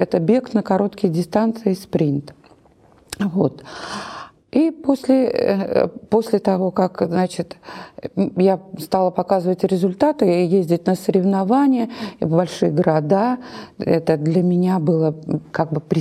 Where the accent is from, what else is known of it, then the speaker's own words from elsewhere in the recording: Nizhny Novgorod, Nizhny Novgorod Oblast, Russia; я родилась в Нижнем Новгороде, здесь.